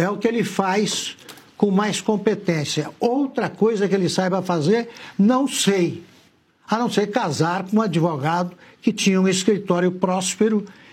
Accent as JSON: {"language": "Portuguese", "region": "São Paulo", "country": "Brazil", "said": "Também eu sou paulista e há paulistas de quinta categoria."}